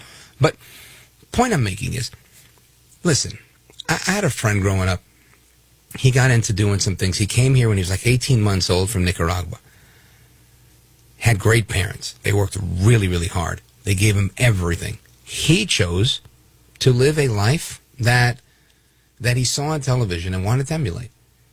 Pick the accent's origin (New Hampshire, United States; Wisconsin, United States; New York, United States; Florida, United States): New York, United States; Brooklyn; born there; my parents were born in Puerto Rico. I was born in Brooklyn, New York.